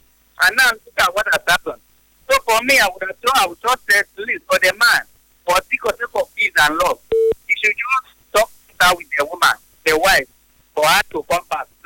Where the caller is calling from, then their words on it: Tanzania; I'm calling from Tanzania.